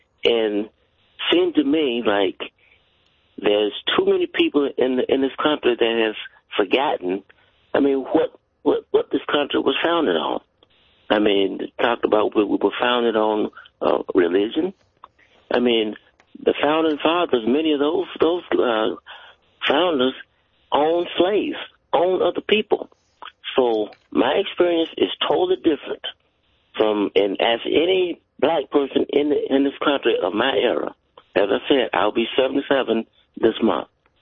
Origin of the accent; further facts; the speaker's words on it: the South, United States; moved away as an adult; now in Virginia, United States; I grew up in the South. When I left home in 1969